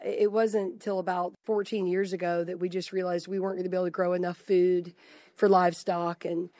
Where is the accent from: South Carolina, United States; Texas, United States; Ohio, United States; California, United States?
South Carolina, United States; Charleston; also born or lived in Knoxville; now in Hancock County, United States; I'm from Charleston, South Carolina. I met Todd on the road playing music in San Francisco, and we settled in Knoxville and had a little farm in Knoxville.